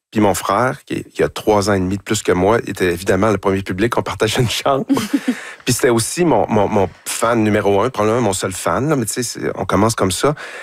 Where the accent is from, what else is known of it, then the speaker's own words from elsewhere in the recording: Saguenay, Quebec, Canada; moved away as an adult; now in Montreal, Canada; moi non plus, je suis à Chicoutimi dans mon sous-sol.